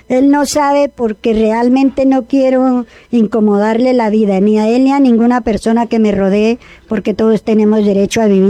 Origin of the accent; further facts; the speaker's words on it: Zetaquira, Boyacá, Colombia; now in Tunja, Colombia; Yo soy de Zetaquira, Boyacá.